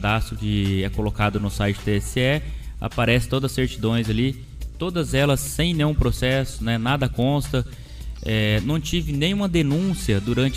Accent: Doutor Camargo, Paraná, Brazil; also born or lived in Maringá; sou nascido, né, em Maringá, mas criado em Dr. Camargo.

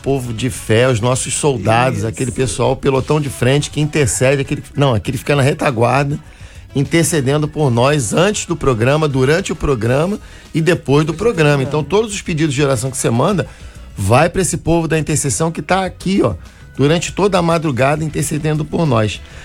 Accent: Rio de Janeiro, Brazil; sou de Coelho Neto. Eu era suburbano, eu virei Anchieta. Virei Anchieta. Eu não saí do lugar

